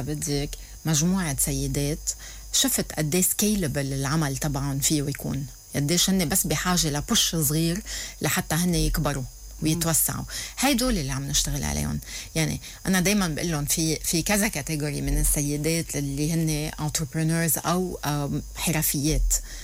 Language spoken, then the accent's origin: Arabic; Lebanon; عنا بلبنان